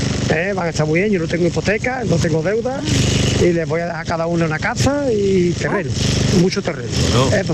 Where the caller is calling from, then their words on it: Sanlúcar de Barrameda, Andalusia, Spain; de San Lucas de Barrameda.